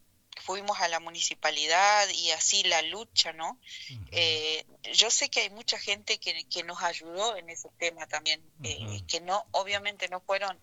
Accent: La Tigra, Chaco, Argentina; a 200 kilómetros de la capital chaqueña, digamos, Resistencia, y estoy en La Tigra, en el paraje Lote 12. Acá nací, crecí

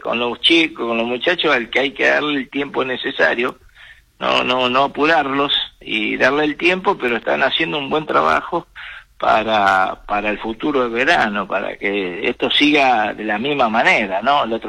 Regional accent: Rosario, Santa Fe, Argentina; yo soy rosarino, no soy cordobés.

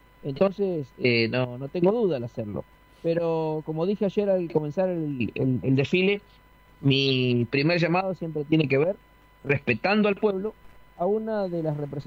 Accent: Santa Teresita, Buenos Aires Province, Argentina; la plaza de mi pueblo, Santa Teresita

